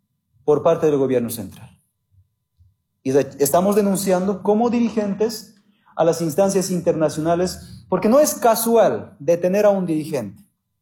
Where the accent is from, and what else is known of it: Bolivia